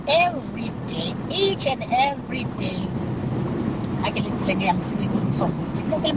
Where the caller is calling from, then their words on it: Mahikeng, North West, South Africa; I'm from Mafikene